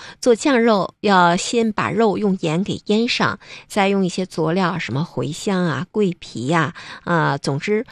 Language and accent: Chinese; Northeast China, China